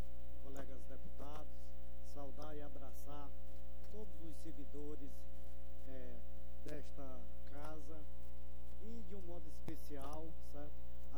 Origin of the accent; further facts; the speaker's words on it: Massapê, Ceará, Brazil; eu nasci, certo, sou de uma comunidade, sou de Massapê, de uma comunidade rural chamada Riacho Fundo e vivi a minha vida até os 19 anos morando em casa de taipa, certo, coberto com palha de palmeira da Serra da Meruoca